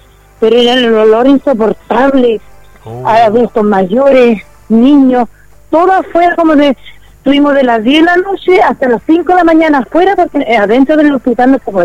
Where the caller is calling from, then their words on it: Biobío, Chile; De aquí del Cerro Martín.